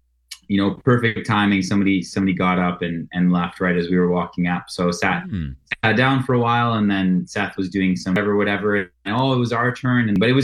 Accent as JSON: {"language": "English", "town": "Lethbridge", "region": "Alberta", "country": "Canada", "tie": "born or raised there", "said": "And growing up in Lethbridge."}